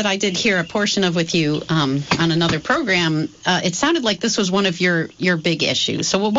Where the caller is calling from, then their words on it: Montpelier, Vermont, United States; walking the streets in Montpelier, even, which was my hometown for many years.